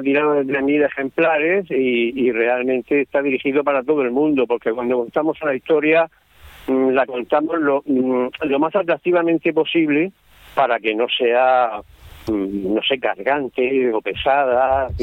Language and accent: Spanish; Murcia, Region of Murcia, Spain; y yo, pues yo soy de Murcia, y nadie sabía qué era y qué dónde estaba y qué es lo que tenía Murcia.